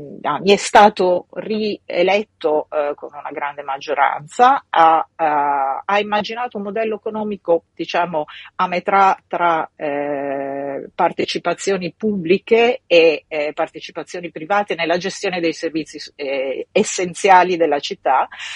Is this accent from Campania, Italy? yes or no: no; Emilia-Romagna, Italy; Emilia-Romagna, io vengo dall'Emilia-Romagna, usiamo questo modello